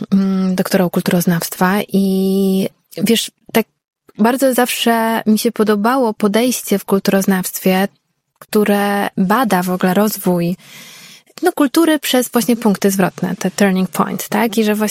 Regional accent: Warsaw, Masovian Voivodeship, Poland; born there; Ja się urodziłam w Warszawie i to miasto kocham i gdzieś czuję też, że to jest po prostu moje miasto

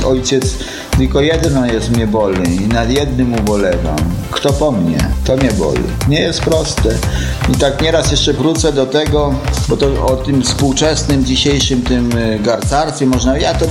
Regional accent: Urzędów, Lublin Voivodeship, Poland; był tu plener u nas w Urzędowie

